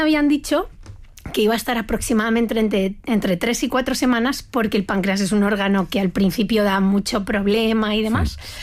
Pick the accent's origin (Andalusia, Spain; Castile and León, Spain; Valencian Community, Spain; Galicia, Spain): Galicia, Spain; now in Madrid, Spain; yo soy gallega, entonces mi familia vive en Galicia. Es verdad que mi familia cercana, mi pareja y demás, vivimos en Madrid